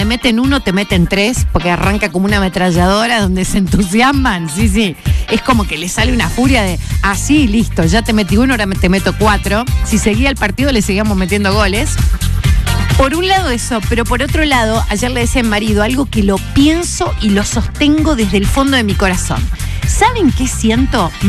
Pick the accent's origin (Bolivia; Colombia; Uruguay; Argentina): Argentina; Porque somos argentinos